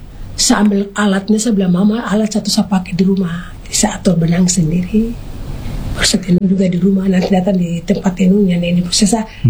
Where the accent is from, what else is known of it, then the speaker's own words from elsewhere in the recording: Southwest Papua, Indonesia; jadi karena kami orang Mebrat ini selalu bayar harta, jadi saya sukanya tenun Boirim dengan serentak.